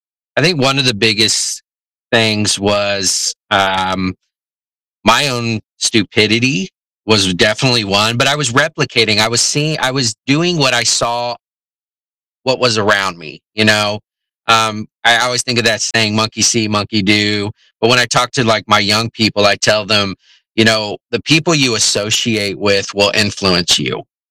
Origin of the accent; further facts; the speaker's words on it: Kansas City, United States; now in Kansas City, Kansas, United States; Well, I have been in Kansas City all my life, but I've definitely bounced around Kansas City from the KCMO side, KCK side.